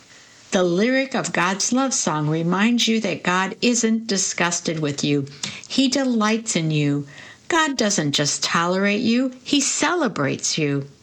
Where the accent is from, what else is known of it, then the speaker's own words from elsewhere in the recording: Nashville, Tennessee, United States; born there; I was born in Nashville, the younger of two kids.